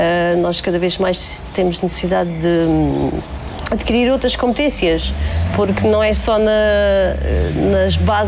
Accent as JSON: {"language": "Portuguese", "town": "São Brás de Alportel", "region": "Algarve", "country": "Portugal", "tie": "born or raised there", "lives_now": "Fuseta, Portugal", "said": "tenho 42 anos, sou natural de São Brás do Portelo, mas atualmente vivo na Fuseta."}